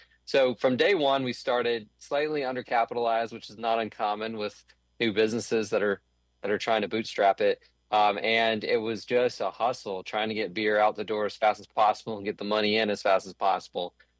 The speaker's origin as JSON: {"language": "English", "region": "Louisiana", "country": "United States", "tie": "born there", "also_born_or_lived": "Jennings, Louisiana", "lives_now": "New Orleans, United States", "said": "So I'm from rural Southwest Louisiana. I was born in Jennings. My dad joined the Navy when I was five, so we bounced around for about 6 years, and then we settled back in Hathaway, just north of Jennings, a tiny little rural community where I had 32 kids in my graduating class of Hathaway High School."}